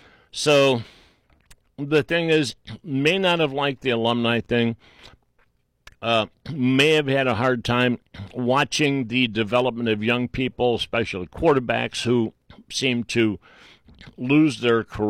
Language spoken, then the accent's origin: English; Cleveland, Ohio, United States; But growing up in Cleveland